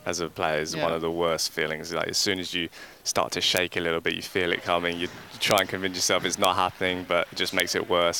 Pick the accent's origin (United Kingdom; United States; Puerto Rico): United Kingdom; As a Brit